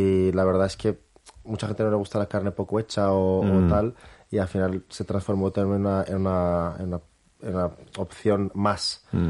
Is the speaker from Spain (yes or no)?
yes; Zaragoza, Aragon, Spain; born there; also born or lived in Brazil; Sí, yo soy maño. Bueno, soy brasileño, pero llevo toda la vida en Zaragoza.